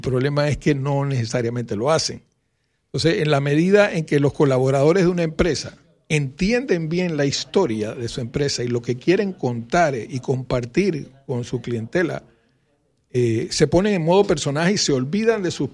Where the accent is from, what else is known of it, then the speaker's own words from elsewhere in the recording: Panama; Sí, yo soy panameño, claro.